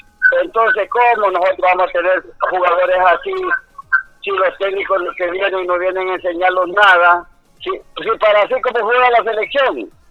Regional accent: La Ceiba, Atlántida, Honduras; Yo soy de La Ceiba, crecí en La Ceiba y todo, jugué en La Ceiba.

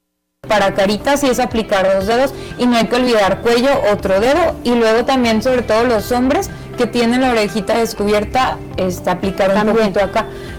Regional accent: Mexico; un fototipo 2, 3, que somos acá los mexicanos, pues podemos tener el pelo oscuro, ojo, café o negro, y justo, ¿cómo se dice?, la piel no tan blanca

